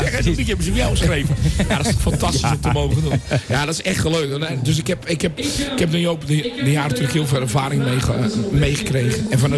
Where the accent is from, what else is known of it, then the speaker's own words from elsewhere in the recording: Noordwijk, South Holland, Netherlands; En ik kom zelf uit Noordwijk, aan de kust.